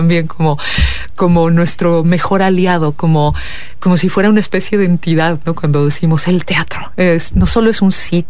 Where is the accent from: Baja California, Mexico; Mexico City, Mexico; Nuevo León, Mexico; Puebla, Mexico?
Mexico City, Mexico; moved away as an adult; now in Querétaro, Mexico; Soy de la Ciudad de México, pero llegué aquí hace ya 24 años.